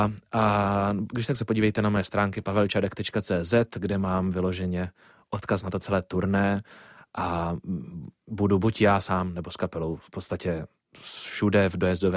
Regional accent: Brno, South Moravian Region, Czechia; my jsme z Brna.

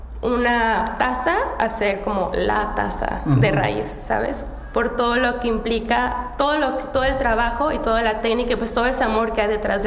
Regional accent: Mexico; now in Czech Republic; soy mexicana

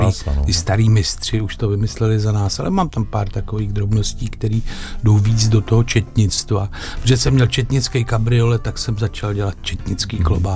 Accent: Topolany, South Moravian Region, Czechia; my jsme od Vyškova kousek z Topolen z takového hospodářství

